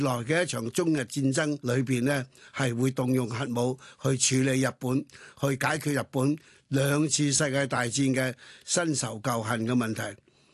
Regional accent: China; 我哋中國人民係好想和平建設。

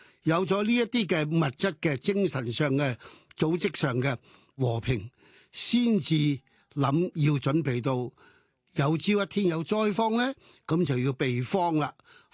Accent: Hong Kong; 作为一个高龄的对战争有一种感觉的一个香港市民，我在香港出生，香港长大，看住香港和日本的关系一路在处演变

